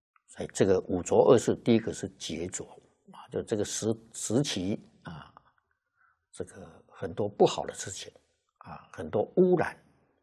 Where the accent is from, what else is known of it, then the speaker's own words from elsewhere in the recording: China; 我们中国人